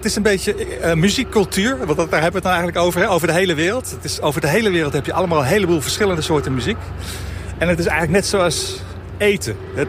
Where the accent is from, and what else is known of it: Netherlands